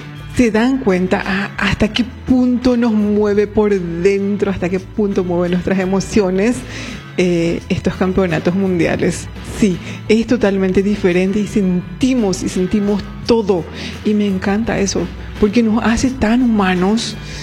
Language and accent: Spanish; Paraguay; Yo soy paraguayo, y como paraguayo me siento orgulloso, y como paraguaya me siento orgullosa